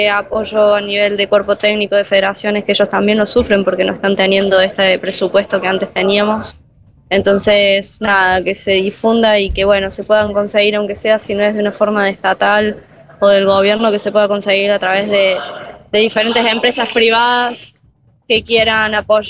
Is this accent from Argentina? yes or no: yes; Córdoba, Argentina